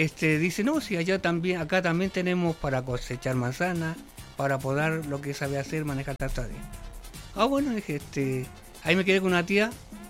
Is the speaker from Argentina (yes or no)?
yes; General Roca, Río Negro, Argentina; moved away as an adult; now in Molina, Chile; Vengo de General Roca, cerca de Neuquén. Como a cinco pueblos más acá, o más allá de Neuquén.